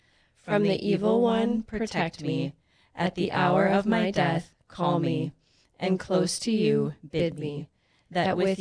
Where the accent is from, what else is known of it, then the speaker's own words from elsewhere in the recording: Dickinson, North Dakota, United States; I am originally from Dickinson, and I am also a Trinity Titan.